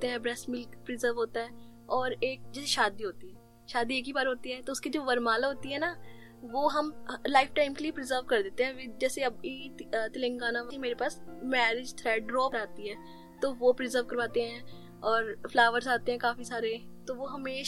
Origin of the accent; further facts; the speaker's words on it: Ambala, Haryana, India; मैं अम्बाला की रहने वाली हूँ और मैंने अपनी स्कूलिंग अम्बाला कैंट से की थी।